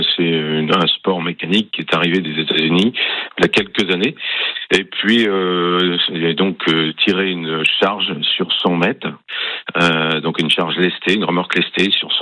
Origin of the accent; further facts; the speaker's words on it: Normandy, France; Alors, je suis de la Manche et dans ma jeunesse, je faisais la réparation des tracteurs agricoles.